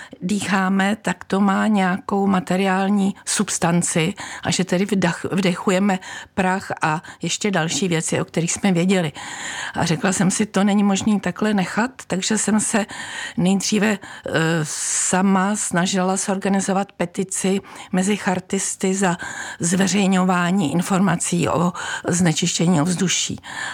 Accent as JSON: {"language": "Czech", "region": "Prague", "country": "Czechia", "said": "Všimla jsem si jako Pražačka, bydlela jsem na Vinohradech"}